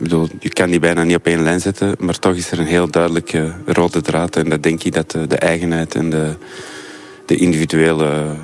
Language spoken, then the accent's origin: Dutch; Antwerp, Flanders, Belgium; Ja, dat is echt mijn thuisstad. Ik ben hier geboren en getogen.